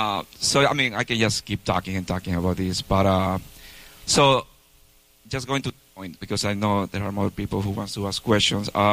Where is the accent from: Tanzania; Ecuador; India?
Ecuador; now in United States; About the same experience, because I came here. I'm from Ecuador. I don't know if I said that.